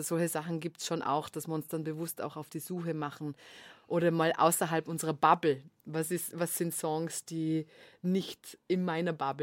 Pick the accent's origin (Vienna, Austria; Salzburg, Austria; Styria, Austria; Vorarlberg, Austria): Vorarlberg, Austria; ich komme ja aus Vorarlberg und da macht man immer Wienwochen.